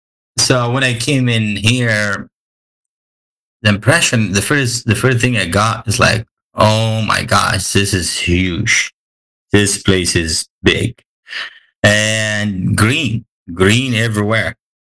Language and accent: English; Egypt; now in Kansas City, United States; Like I grew up in Egypt, and we have Egyptian Muslims and Egyptian Christians.